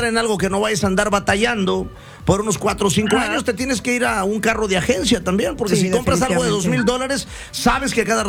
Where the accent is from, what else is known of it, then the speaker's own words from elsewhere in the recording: Mexico; Yo también soy mexicano